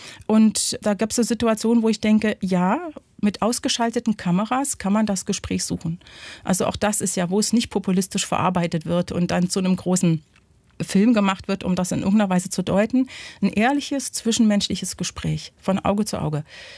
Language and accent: German; East Germany, Germany; born there; ich bin ja ein Kind der DDR-Kirche